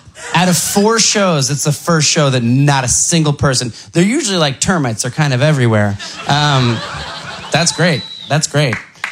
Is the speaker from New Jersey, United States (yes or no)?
yes; New Jersey, United States; Oh, you're clapping for... I'm from New Jersey. So there is New Jersey.